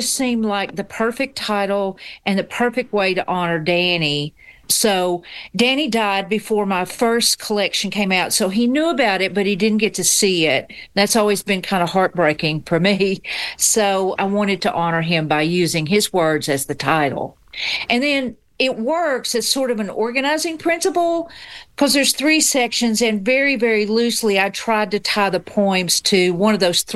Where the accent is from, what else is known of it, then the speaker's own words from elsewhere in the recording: Knoxville, Tennessee, United States; now in Whitley County, United States; I live here now. I live in Whitley County now. I grew up in Knoxville, Tennessee.